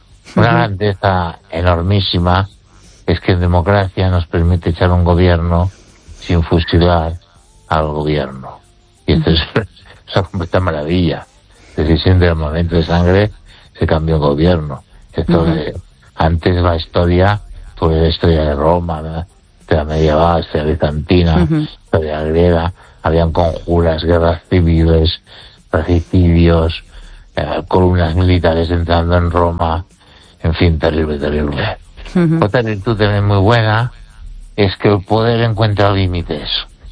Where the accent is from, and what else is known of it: Ourense, Galicia, Spain